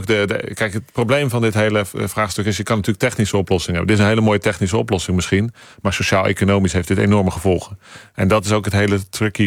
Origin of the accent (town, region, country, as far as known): Netherlands